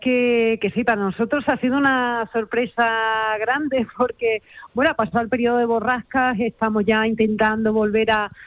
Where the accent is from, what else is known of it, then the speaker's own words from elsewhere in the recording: Ubrique, Andalusia, Spain; tengo el corazón dividido entre mi pueblo, entre Ubrique y Grazalema